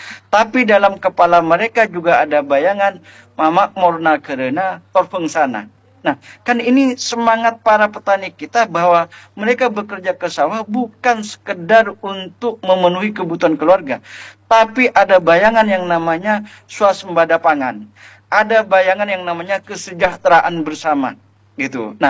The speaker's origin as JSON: {"language": "Indonesian", "area": "Madura", "region": "East Java", "country": "Indonesia", "said": "kita secara sebagai orang Madura"}